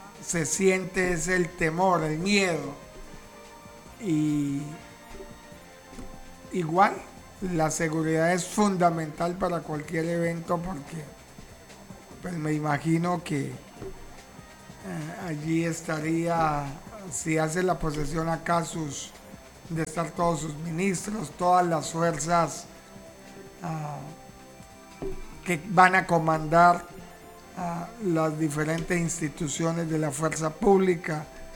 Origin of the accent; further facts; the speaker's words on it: Santander de Quilichao, Cauca, Colombia; moved away as an adult; now in Mercaderes, Colombia; Santander de Quilichao es mi tierra origen, pero Mercaderes es como Santander, porque acá desde luego es mi familia